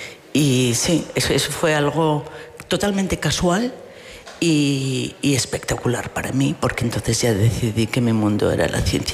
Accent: Carrizo de la Ribera, Castile and León, Spain; moved away; Me siento tremendamente unida a mi pueblo de Carrizo

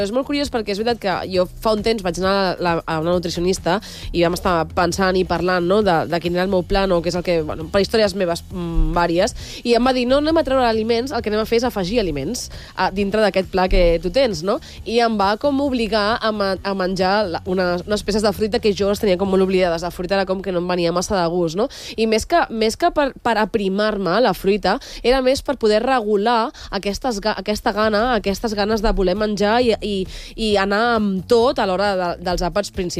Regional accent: Santa Coloma de Gramenet, Catalonia, Spain; also born or lived in Granollers; Jo vaig néixer a Santaco, nen. Jo vaig néixer a Santaco.

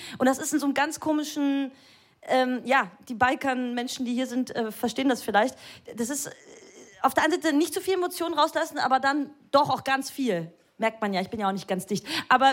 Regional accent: Vienna, Austria; ich aber als Wienerin mache ein Auge zu

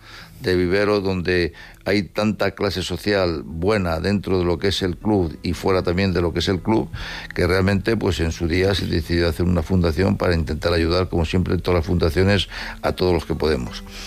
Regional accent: Madrid, Community of Madrid, Spain; Quizás, bueno, la verdad que yo soy de Madrid

